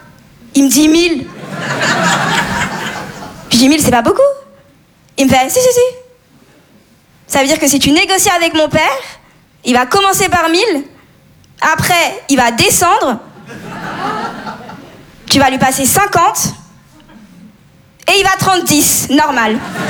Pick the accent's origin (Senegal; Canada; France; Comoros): Comoros; D'ailleurs, moi, comme je vous dis, je viens des Comores. Et nous, on est vraiment connus pour célébrer de très, très grands mariages.